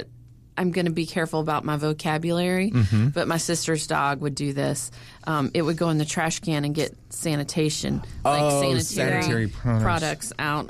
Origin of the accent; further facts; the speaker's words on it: the South, United States; That's a hard word for me as a Southerner.